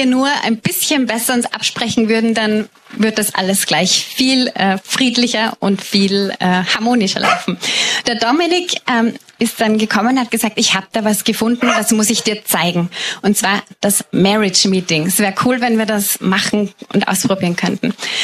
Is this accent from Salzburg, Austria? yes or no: yes; Salzburg, Austria; now in Vienna, Austria; Wir leben in Wien. Ich komme aus Salzburg ursprünglich.